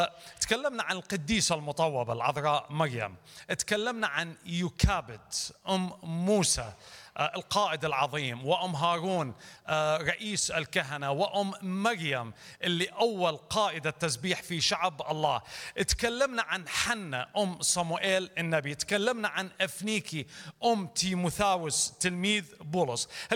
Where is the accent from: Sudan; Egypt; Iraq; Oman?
Iraq; احنا عندنا بالعراق